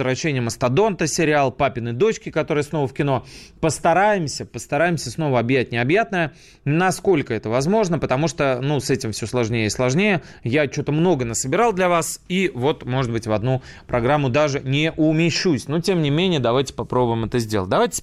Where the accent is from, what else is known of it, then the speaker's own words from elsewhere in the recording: Saint Petersburg, Russia; now in Moscow, Russia; Я, например, из Санкт-Петербурга сюда был перевезен, ну, еще во времена Ленинграда давным-давно.